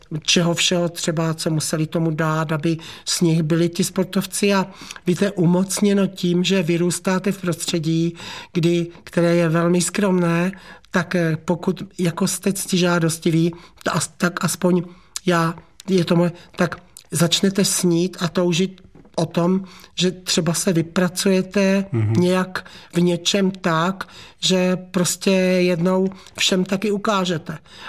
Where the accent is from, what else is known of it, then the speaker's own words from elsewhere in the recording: Víceměřice, Olomouc Region, Czechia; born there; tam já jsem se narodila ve Víceměřicích okres Prostějov, do dneška nám jsou bezvadní lidé, jezdím tam.